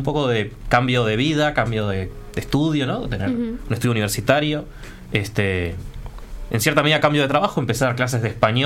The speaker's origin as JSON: {"language": "Spanish", "town": "Trinidad", "region": "Flores", "country": "Uruguay", "tie": "born or raised there", "moved": "as an adult", "lives_now": "Montevideo, Uruguay", "said": "Yo vengo de Trinidad, del departamento de Flores."}